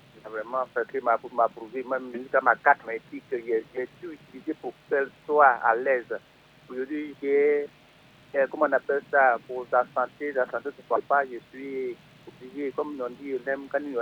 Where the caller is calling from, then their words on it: Yamoussoukro, Côte d’Ivoire; C'est de Yamoussoukro.